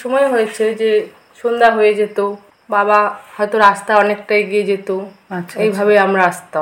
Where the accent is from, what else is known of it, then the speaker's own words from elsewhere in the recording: West Bengal, India; আমরা তো এখানে 50 বছর ধরে আমি এই গ্রামে আছি, মানে বড় হয়েছি এখান থেকে।